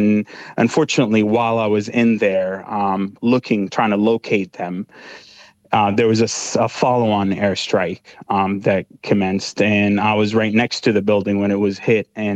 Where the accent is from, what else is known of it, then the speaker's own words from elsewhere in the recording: Gaza City, Gaza Strip, Palestine; One of the things that I like to always share about Gaza is that it's a very complicated, complex place with immense beauty and immense meaning for its people.